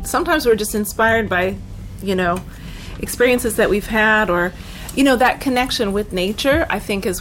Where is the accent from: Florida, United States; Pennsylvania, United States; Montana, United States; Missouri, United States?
Montana, United States; Helena; it was written about a train disaster in my hometown of Helena, Montana